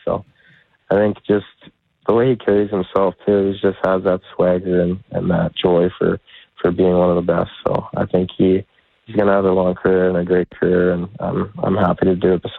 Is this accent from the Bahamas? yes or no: no; Canada; growing up and being a Canadian kid